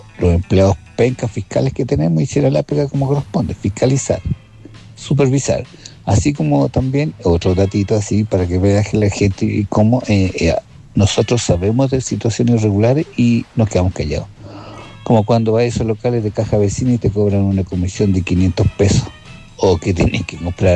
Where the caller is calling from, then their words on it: Calama, Antofagasta, Chile; Buenos días, César, desde Calama.